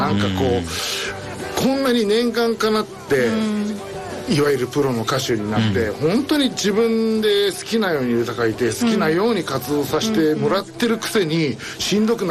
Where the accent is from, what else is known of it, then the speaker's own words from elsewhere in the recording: Chiba, Japan; 私自身は千葉県千葉市出身なんですけど